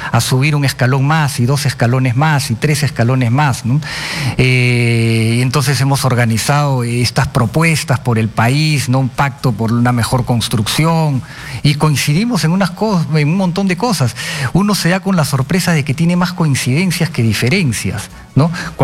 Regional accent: Peru; Y eso es lo que necesitamos hoy día hacer como peruanos.

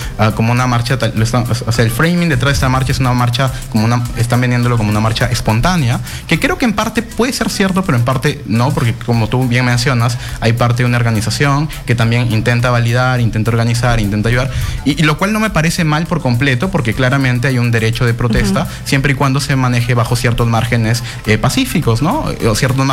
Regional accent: Piura, Peru; yo soy de Piura

